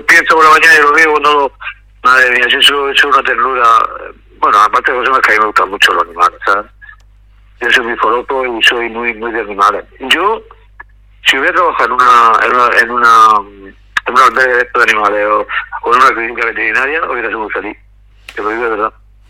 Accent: Region of Murcia, Spain; Es a lo que vamos, que soy murciano

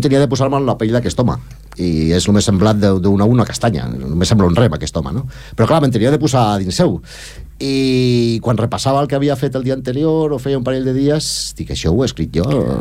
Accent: Barcelona, Catalonia, Spain; moved away as an adult; now in Esplugues de Llobregat, Spain; jo havia nascut a, bueno, vaig néixer a Barcelona i vivia al barri de les Corts. Llavors em vaig casar i és com vaig venir cap aquí.

